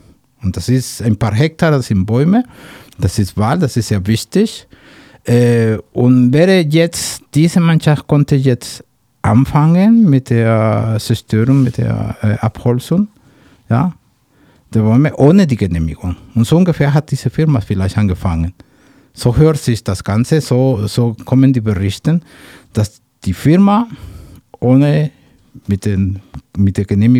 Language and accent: German; Mexico; German is a second language; moved away; Ich bin Mexikaner.